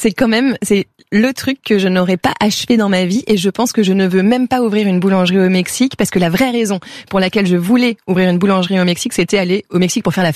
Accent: France; Et comme je suis une Française, je me suis dit que si jamais je ramenais le savoir-faire français et le pain là-bas, je pourrais vivre là-bas.

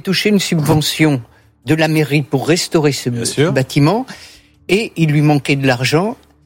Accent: Poitiers, Nouvelle-Aquitaine, France; Je suis né à Poitiers.

